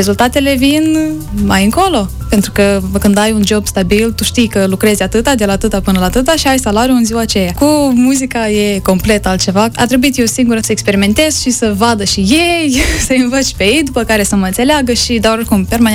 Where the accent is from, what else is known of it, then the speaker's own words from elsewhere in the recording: Strășeni, Strășeni District, Moldova; Eu am crescut în Strășeni, alături de părinți, de bunei, n-am istorii tragice cu plecare peste hotare sau ceva de genul.